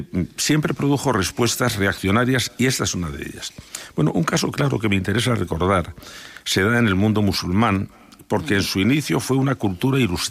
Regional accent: Toledo, Castilla-La Mancha, Spain; la Escuela de Traductores de Toledo, que es mi tierra.

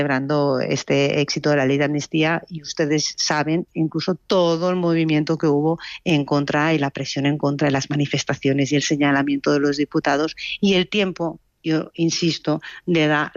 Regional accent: Catalonia, Spain; y yo además como catalana, que lo he vivido en primera persona

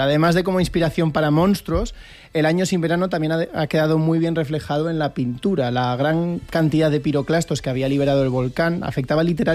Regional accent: Zaragoza, Aragon, Spain; una de mi tierra

